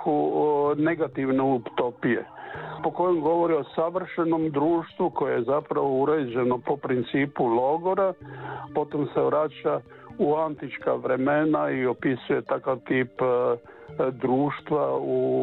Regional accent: Split, Split-Dalmatia County, Croatia; also born or lived in Makarska Riviera; ja sam pak vrlo rano otišao iz Makarskog primorja gdje sam rođen, preselio se u Split i odrastao u Splitu.

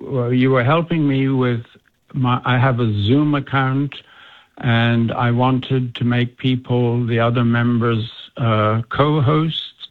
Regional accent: Ireland; also born or lived in Cork / Dublin; Oh, born in the north and raised in the south.

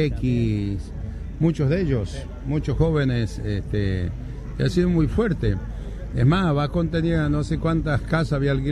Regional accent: Argentina; seamos como el mexicano orgulloso de la música, de nuestra música argentina, que es muy fuerte, muy grande

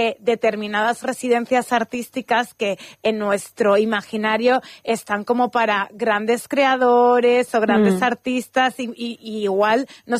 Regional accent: Manzanares, Castilla-La Mancha, Spain; Yo soy de pueblo, pero mi pueblo es grande. 18.000 habitantes, claro. Manzanares.

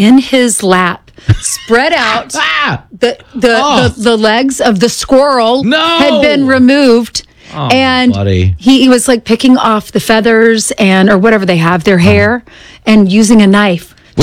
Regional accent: South Carolina, United States; born or raised there; now in New York, United States

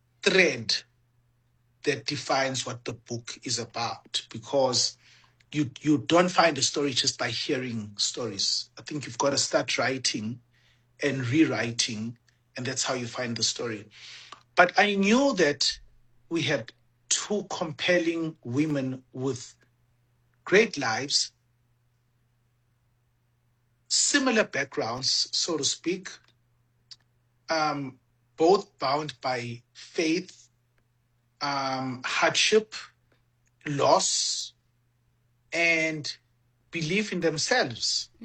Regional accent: Mpumalanga, South Africa; how and when it started as a teenage boy growing up in Mpumalanga and reading everything that I could read.

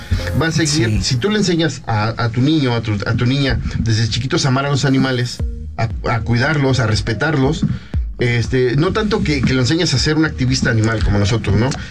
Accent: Naucalpan, State of Mexico, Mexico

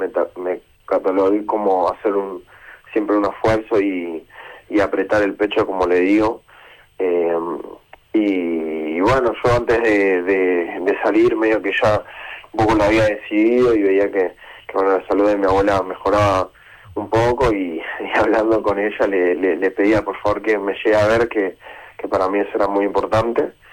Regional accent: Vicente López, Buenos Aires Province, Argentina; born or raised there; also born or lived in Posadas

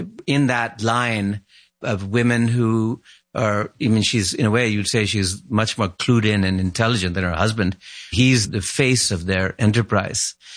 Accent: Lahore, Punjab, Pakistan; I was brought up in Lahore

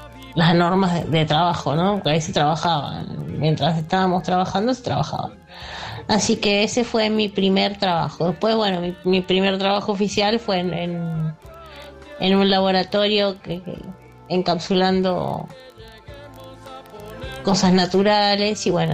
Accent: Caballito, Buenos Aires, Argentina

